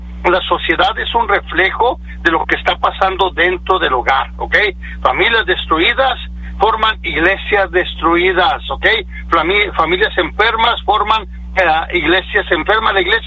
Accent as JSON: {"language": "Spanish", "area": "Perryton", "region": "Texas", "country": "United States", "said": "Soy de Perrington, Texas"}